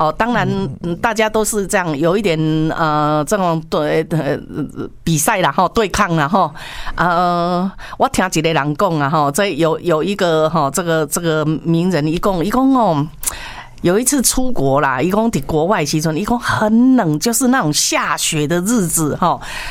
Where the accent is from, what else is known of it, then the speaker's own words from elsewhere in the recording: Taiwan; 我们台湾人